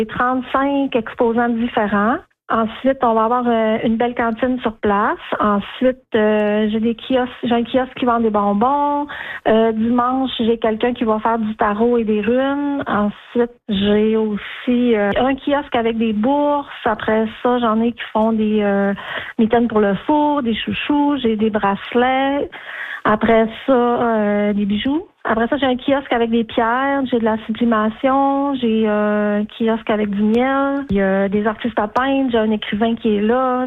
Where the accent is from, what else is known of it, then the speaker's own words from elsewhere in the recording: Saint-Ambroise, Quebec, Canada; moved away; Moi, personnellement, je viens de Saint-Ambroise. Je ne demeure plus là, mais je suis originaire de Saint-Ambroise.